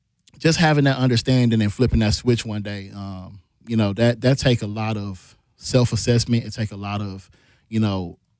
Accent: Mississippi, United States; It's crazy that I say I grew up in Mississippi, but I dealt with racism here.

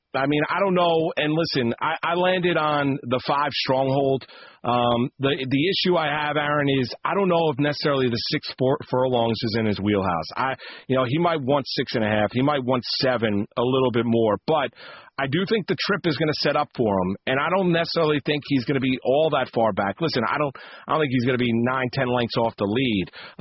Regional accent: East Coast, United States; listen, I grew up on the East Coast. I didn't grow up out in Southern California.

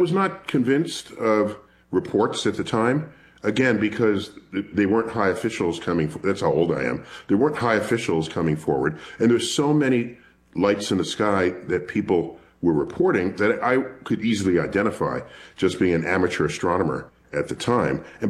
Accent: New York City, New York, United States; born or raised there

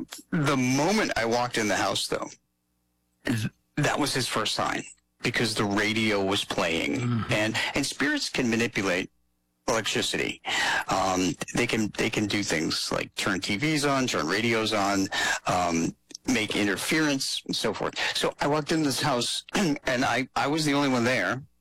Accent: New England, United States; I grew up in New England, and I was inspired by the blizzard of 1978

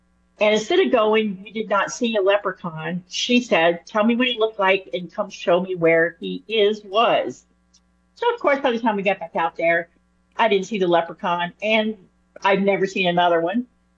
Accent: New Orleans, Louisiana, United States

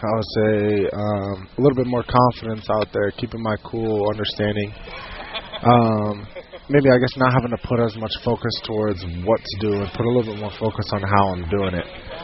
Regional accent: Lawrence, Kansas, United States; Yeah, you know, that was a hard one for me growing up in Lawrence

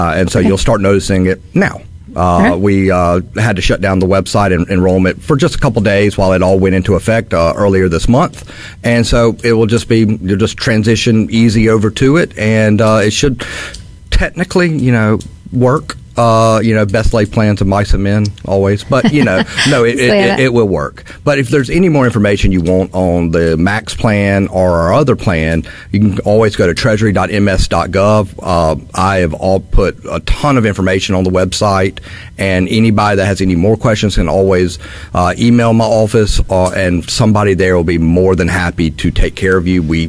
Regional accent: Mississippi, United States; growing up in Mississippi all my life, and you know, we're always kind of the butt of everybody's joke

